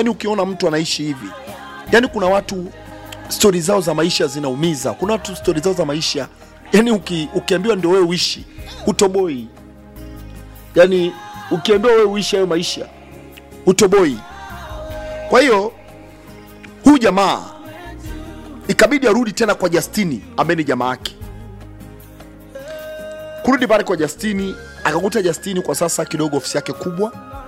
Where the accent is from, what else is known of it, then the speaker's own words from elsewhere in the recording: Mbeya, Tanzania; Ni mshikaji ambaye nimetoka naye Mbeya. Tulikuja kutafuta maisha.